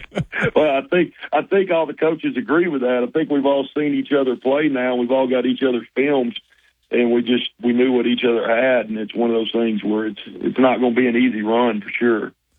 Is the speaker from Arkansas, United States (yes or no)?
yes; Conway, Arkansas, United States; Well, I'm originally from Conway, and me and Clint were in the same class together up there.